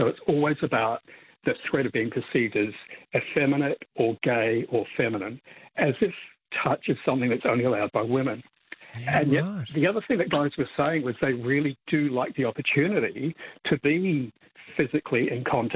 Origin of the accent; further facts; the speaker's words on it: Ireland; my family are chronic huggers, which is weird because we're Irish.